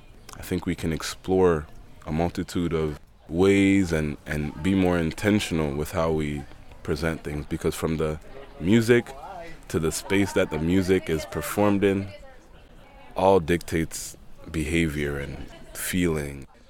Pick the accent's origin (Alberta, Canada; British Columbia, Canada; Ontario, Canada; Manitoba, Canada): Ontario, Canada; Toronto; moved away as an adult; also born or lived in London; now in Ghana; I'm from Toronto, Canada.